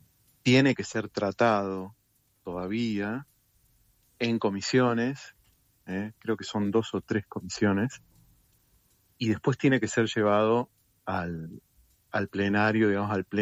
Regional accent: Buenos Aires, Argentina; somos porteños, sabemos, somos usuarios todos del subte

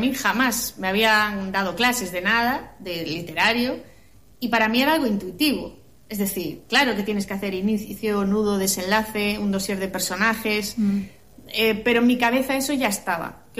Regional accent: Galicia, Spain; yo desconocía como gallega

